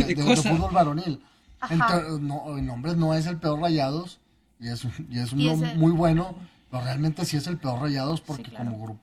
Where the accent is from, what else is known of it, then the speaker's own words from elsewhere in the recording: Asturias, Spain; No, yo soy de Asturias, pero...